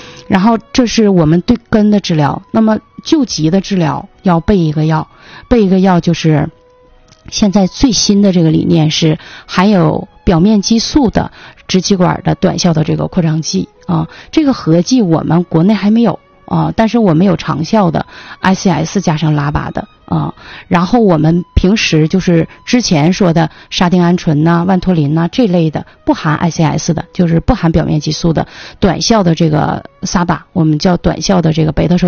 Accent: China; 所以说我们中国人很多都说哎呀带激素不用，

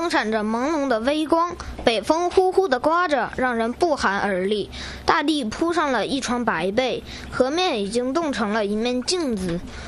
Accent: Changchun, Jilin, China

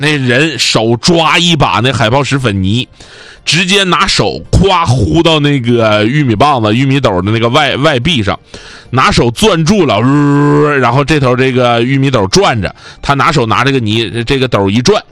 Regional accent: Northeast China, China; accent: Northeastern dialect; 用我们东北话讲

